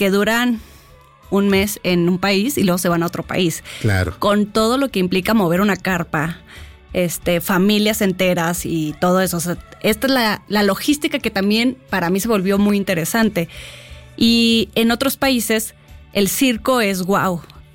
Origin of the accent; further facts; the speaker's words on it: Monterrey, Nuevo León, Mexico; moved away; yo soy de Monterrey, tengo 16 años acá.